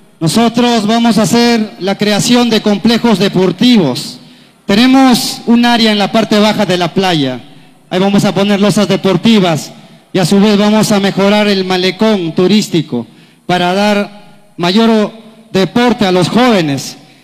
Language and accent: Spanish; Junín, Peru; born there; desde que nací, yo soy de Seto Polá, Chinchaysuyo